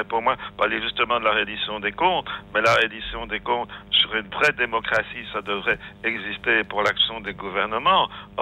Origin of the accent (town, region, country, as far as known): Belgium